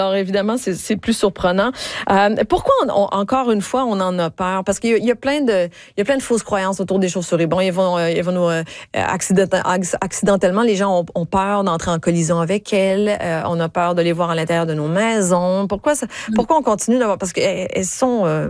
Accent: British Columbia, Canada; il y a des scorpions chez nous, en Colombie-Britannique.

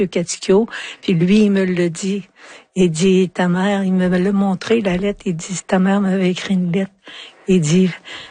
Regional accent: Quebec, Canada; je viens de l'Abitibi

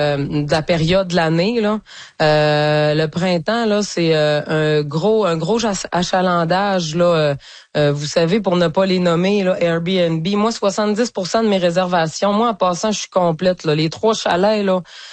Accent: La Doré, Quebec, Canada; moved away as an adult; on a fait un retour en région. Moi, je suis native de la Dorée. Et puis, c'est ça, je suis revenue au printemps 2024.

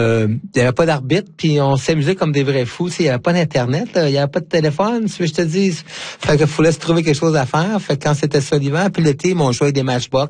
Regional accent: D'Alembert, Quebec, Canada; also born or lived in Rouyn-Noranda; moi je suis né à Rouyn-Noranda. Dans le nord du Québec, sur le territoire de la baie James, si tu veux, et plus précisément élevé dans un petit village minier de D'Alembert, qui est au nord, environ 12 000 de Rouyn

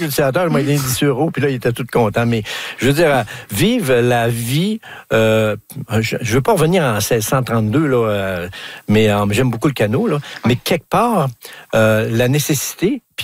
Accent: Quebec, Canada; accent: Québécois; Quand ils entendaient mon accent québécois, je vais vous envoyer chez ma grand-mère.

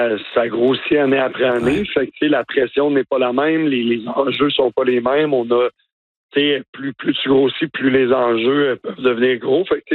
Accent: Baie-Saint-Paul, Quebec, Canada; on est born and raised, là, tu sais, on est de Baie-Saint-Paul, on connaît les gens

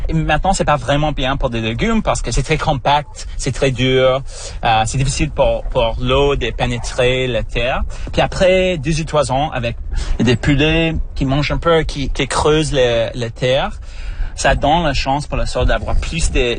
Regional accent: Toronto, Ontario, Canada; Après de mon travail partout dans le monde, comme je viens de Toronto, j'ai commencé à travailler avec le vignoble à Plamoisette.

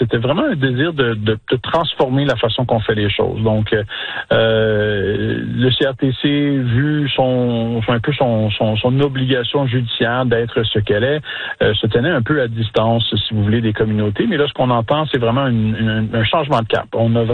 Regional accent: Saskatchewan, Canada; nos jeunes françaisquois, françaisquoises, puissent se voir, s'entendre, entendre notre accent

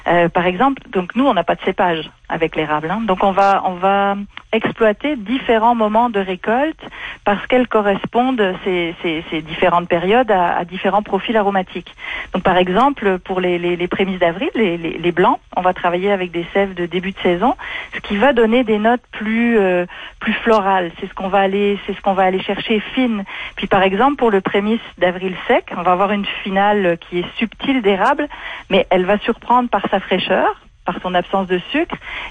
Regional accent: Belgium; now in Témiscouata, Canada; pour une Belge comme moi

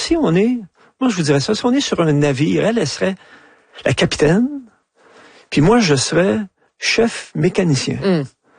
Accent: Quebec, Canada; Puis il m'a surtout appris à aimer mon pays, le Québec.

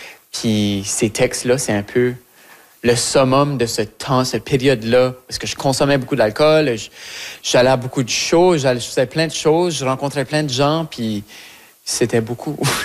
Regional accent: Acadia, Canada; now in Quebec, Canada; que mon acadienté se manifeste à travers cette voix-là. Même si mon accent change, puis mon vocabulaire évolue, puis mes expériences québécoises, montréalaises ajoutent à cette sauce-là

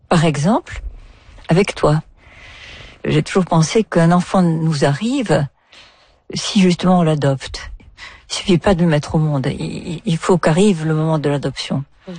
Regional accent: Algeria; now in France; D'Algérie, je suis partie, mais parfois je me dis aussi, tu sais, si on joue avec l'idiome français, je suis d'Algérie, je suis partie, je suis une partie d'Algérie. Une petite partie.

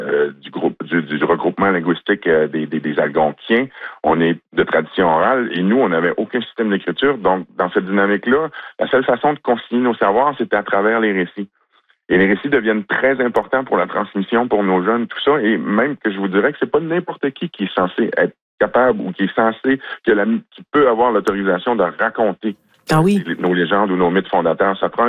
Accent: Lac-Saint-Jean, Quebec, Canada; les gens ici aux îles, ça ressemble un peu à chez nous, au Lac-Saint-Jean.

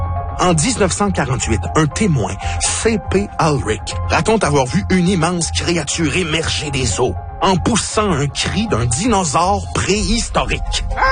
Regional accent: Terrebonne, Quebec, Canada; Là, excusez pour la prononciation, là, je viens de Terrebonne.

